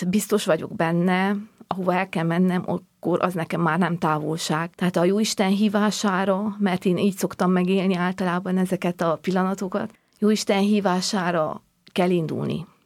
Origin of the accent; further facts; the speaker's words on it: Transylvania, Romania; Erdélyből származom